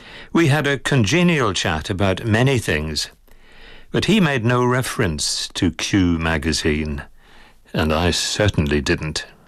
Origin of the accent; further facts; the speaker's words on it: Derry, Northern Ireland, United Kingdom; born there; moved away; having lived part of my childhood in Derry City.